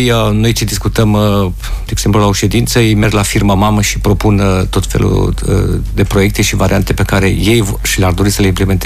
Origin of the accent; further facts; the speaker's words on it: Romania; eu, ca român, cu toate că sunt naturalizat francez